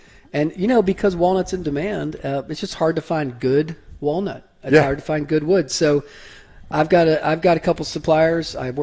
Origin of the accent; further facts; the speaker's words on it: Brentwood, Tennessee, United States; I'm a Nashville native. I live here. I grew up in Brentwood.